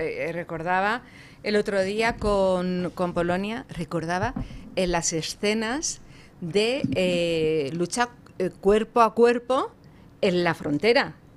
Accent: Spain; Yo soy española

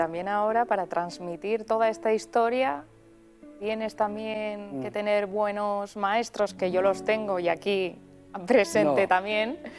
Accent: Zaragoza, Aragon, Spain; Yo empecé locutando partidos en la Romareda, en mi tierra, en el campo de fútbol del Real Zaragoza, cuando jugaba el Real Zaragoza.

